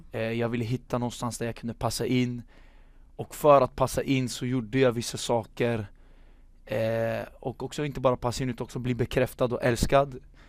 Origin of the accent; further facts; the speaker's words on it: Norrköping, Östergötland, Sweden; also born or lived in Stockholm; Jag växte upp i Norrköping, men jag föddes i Stockholm och min pappa är från Peru. Och min mamma är svensk